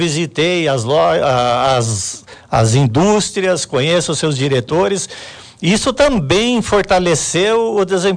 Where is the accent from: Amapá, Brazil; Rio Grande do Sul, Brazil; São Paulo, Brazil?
Rio Grande do Sul, Brazil; Três de Maio; moved away; porque a gente nasceu aqui, meus filhos nasceram aqui também, minha esposa é daqui